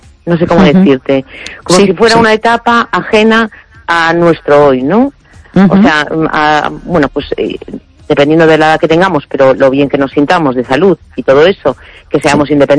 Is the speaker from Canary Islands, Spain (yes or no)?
no; A Coruña, Galicia, Spain; Hola, Esther, buenas noches … de La Coruña.